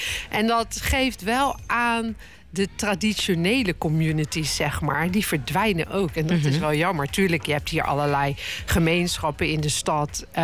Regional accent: The Hague, South Holland, Netherlands; Wij komen allebei uit Den Haag.

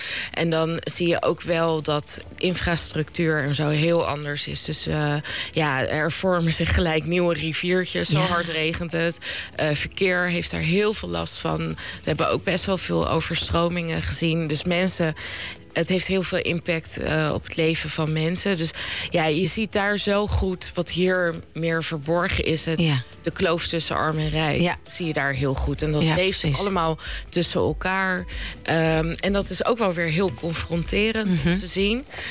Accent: The Hague, South Holland, Netherlands; born or raised there

